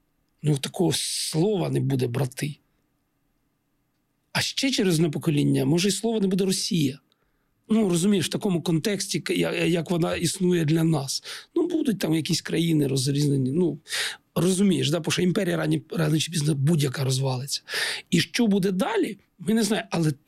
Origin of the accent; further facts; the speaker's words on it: Donbas, Ukraine; І хоча я народився на півночі Сходу, моя молодість прийшла на Донбасі. Я східняк по суті.